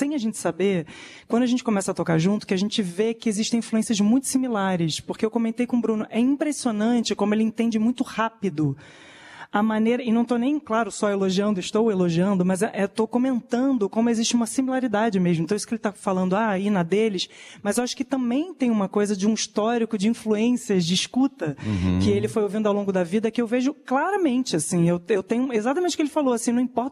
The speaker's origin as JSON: {"language": "Portuguese", "region": "Rio de Janeiro", "country": "Brazil", "tie": "born there", "said": "Não, eu nasci no Rio mesmo."}